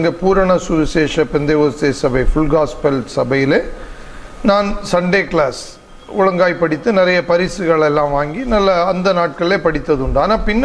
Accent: Mangarai, Kanniyakumari district, Tamil Nadu, India; born there; moved away; also born or lived in Chennai; மாங்கரை கருங்கல் பகுதியில், கருங்கல்லேருந்து ஒரு 4 கிலோமீட்டரில் இருக்கிற மாங்கரை என்பது என்னுடைய சொந்த ஊர், என் அப்பாவுடைய ஊர். என்னுடைய அம்மாவுடைய சொந்த இடம் கண்ணன்னூர், வேர்க்கிளம்பி பக்கத்தில் இருக்கிறது.

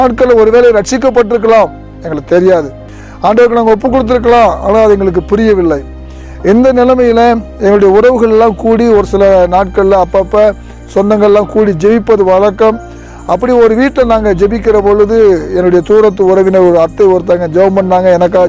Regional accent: Tirunelveli district, Tamil Nadu, India; திருநெல்வேலி மாவட்டத்தில் சங்கரன்கோவில் தாலுக்காவில் பனையூர் என்கின்ற கிராமத்தில் ஒரு பெரிய குடும்பத்தில் நான் பிறந்தேன். என்னுடைய பிறப்பு 4வது மகனாக நான் பிறந்தாலும் கூட எனக்கு பின்னால் 2 பேர் எங்கள் குடும்பம், ஒரு பெரிய குடும்பம், 6 பேர் நாங்கள். எங்கள் குடும்பத்தில் கிறிஸ்தவ குடும்பம் தான்

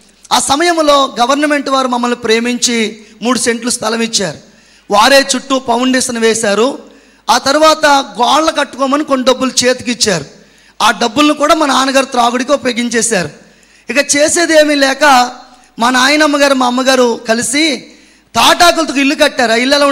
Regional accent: Andhra Pradesh, India; మా ఊరు రావాలంటే లంకల కోడేరు సెంటర్లోంచి లోపలికి రావాలండి.

